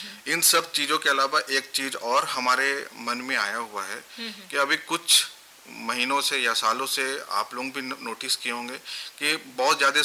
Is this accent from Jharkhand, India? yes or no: yes; Chaibasa, Jharkhand, India; और मैं चाईबासा का ही निवासी हूँ